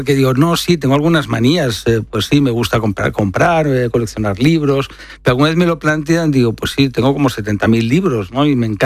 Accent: Barcelona, Catalonia, Spain; en mi tierra, Barcelona, y por tanto, desde jovencito hasta ahora

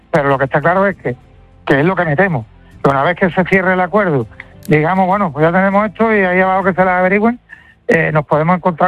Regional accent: Spain; Si nosotros que somos españoles, o por ejemplo si fuéramos portugueses, estamos en espacio Schengen

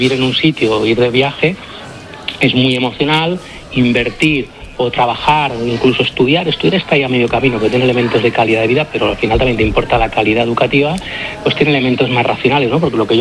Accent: Spain; cosa que choca con la mentalidad de cómo somos los españoles en otras cosas, ¿no?

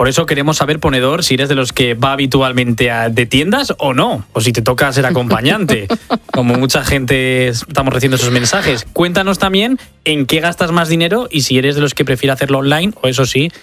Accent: Valencian Community, Spain; te digo que están la mayoría en mi tierra. El que más multa, no quiero hacer spoiler, pero en La Cañada, en Valencia.

